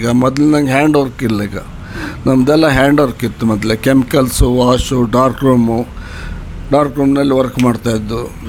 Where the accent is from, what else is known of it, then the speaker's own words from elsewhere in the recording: Hirekerur, Karnataka, India; born there; also born or lived in Chitradurga / Holalkere; now in Shivamogga, India; ನಮ್ಮದು ಹುಟ್ಟೂರು ಅಂದರೆ negative place, Dharwad district Hirekerur. ಹಿರೇಕೆರೂರಿಂದ Chitradurga ಬಂದ್ವಿ.